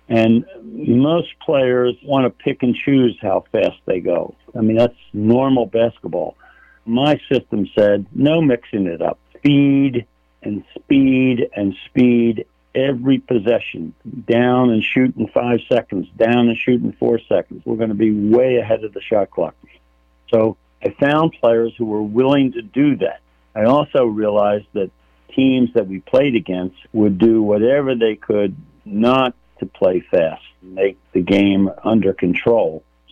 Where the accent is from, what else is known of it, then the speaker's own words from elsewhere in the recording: Philadelphia, Pennsylvania, United States; And we win the championship, ironically, in my hometown.